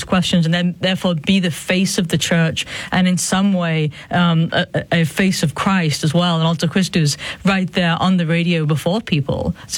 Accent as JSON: {"language": "English", "region": "England", "country": "United Kingdom", "tie": "born or raised there", "said": "I was growing up in England, and you over in the U.S."}